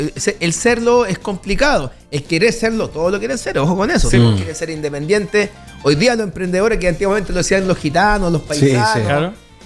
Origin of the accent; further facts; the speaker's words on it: Puente Alto, Santiago Metropolitan Region, Chile; ¿y por qué vengo de Puente Alto?